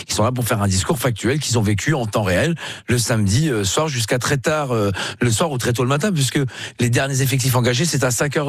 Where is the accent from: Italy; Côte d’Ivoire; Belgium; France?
France; Hauts-de-France; accent: Ch'ti; first language Ch'ti; Je vais essayer de développer l'anglais ou le ch'ti, mais ma langue natale du Nord.